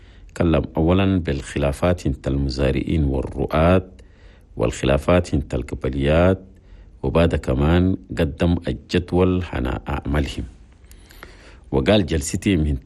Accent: Chad; بلدنا تشاد.

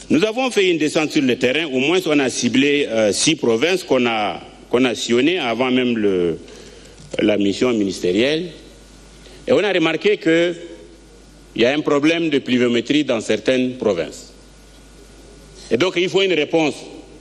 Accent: Chad; Donc nous tous, nous sommes tous des Tchadiens

